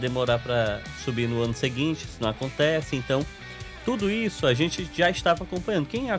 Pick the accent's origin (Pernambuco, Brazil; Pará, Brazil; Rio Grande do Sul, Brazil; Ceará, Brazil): Ceará, Brazil; a gente acredita que a gente é cearense